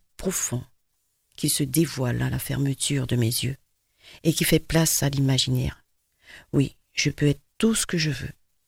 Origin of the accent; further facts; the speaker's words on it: French Guiana; beaucoup de zouk, puisque je suis guyanaise.